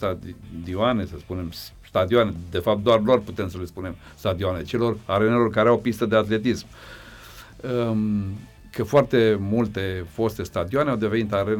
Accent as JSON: {"language": "Romanian", "country": "Romania"}